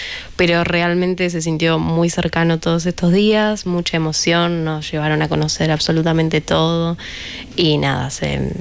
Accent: Argentina

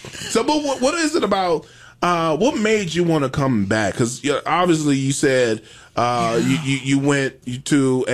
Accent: St. Louis, Missouri, United States; Now there was one, because you know I grew up in St. Louis, so like there was a park out there.

